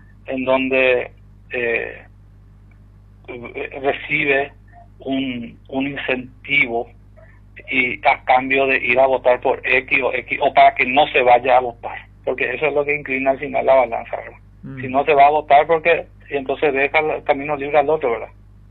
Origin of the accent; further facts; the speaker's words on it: Presidente Franco, Alto Paraná, Paraguay; como franqueño, yo amo mi ciudad.